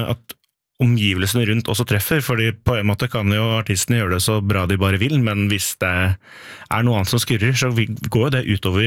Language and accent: Norwegian; Oslo, Norway; det er jo nesten hagen til foreldrene mine der jeg vokste opp.